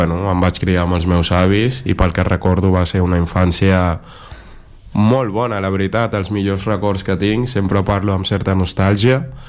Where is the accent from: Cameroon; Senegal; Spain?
Senegal; also born or lived in Dakar; jo vaig néixer a Dakar, però sí que és veritat que em vaig criar a Yorbel. És una regió... d'allà també del Senegal